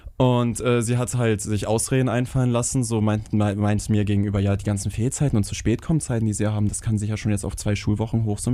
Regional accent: Rothenburg, Germany; moved away as an adult; now in Hanover, Germany; Richtig, ich bin in Hannover, weil ich dort bin für meine Ausbildung nach Hannover gezogen. Ich komme ja ursprünglich aus Rothenburg

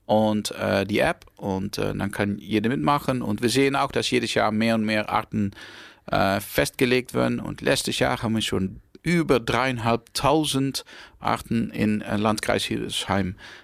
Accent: Netherlands; German is a second language; ich komme, wie Sie hören, komme ich aus Holland.

